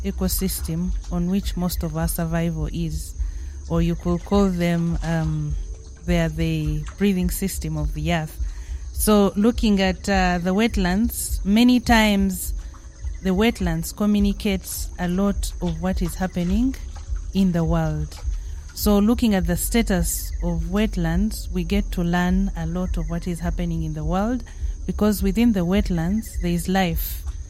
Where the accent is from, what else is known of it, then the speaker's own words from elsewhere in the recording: Uganda; I come from Uganda.